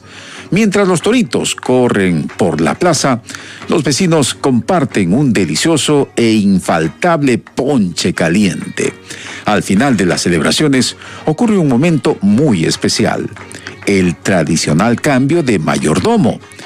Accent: Peru; lo que somos los peruanos

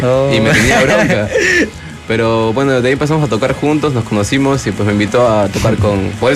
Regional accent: Lima, Peru; No, yo soy de Surco.

